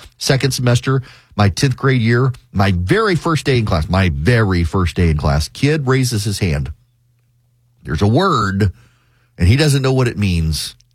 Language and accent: English; Louisiana, United States; also born or lived in overseas; Louisiana, my home state of Louisiana. Y'all, I grew up overseas. I got home.